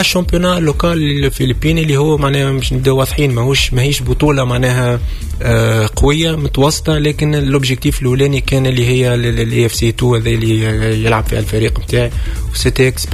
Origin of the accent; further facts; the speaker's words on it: Tunisia; moved away as an adult; now in Philippines; كي يسالك يقول لك انت منين تقول له تونسي